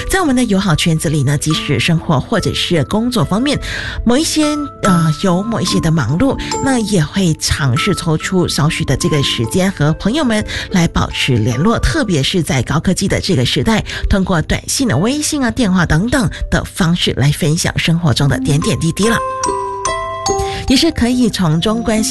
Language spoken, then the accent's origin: Chinese; Sungai Buloh, Selangor, Malaysia; 我的义妹还特别挑选来到雪兰莪州双溪毛诺我的家乡里，